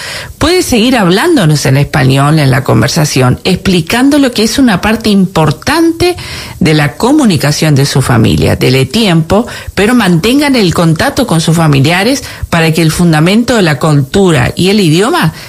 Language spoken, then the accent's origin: Spanish; Uruguay; first language Spanish; moved away; nuestro país natal, que somos de Uruguay